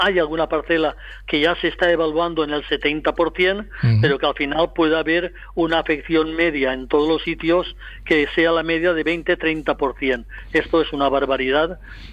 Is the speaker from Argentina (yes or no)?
no; Valencian Community, Spain